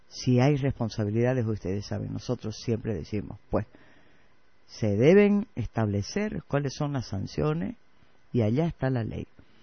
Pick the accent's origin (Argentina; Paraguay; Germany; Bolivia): Bolivia; Santa Cruz; los cambas tenemos una forma diferente de pensar o de actuar.